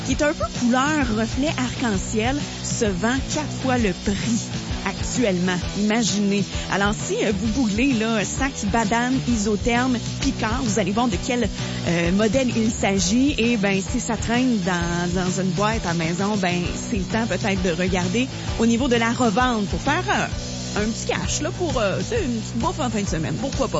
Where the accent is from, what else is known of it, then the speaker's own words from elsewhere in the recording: Quebec, Canada; il va faire chaud chez nous au Québec aussi dans les prochains jours